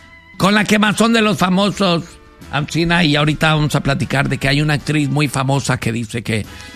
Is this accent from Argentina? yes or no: no; Mexico; Se siente muy bien, se siente bien, porque yo soy la reggaetonera de México.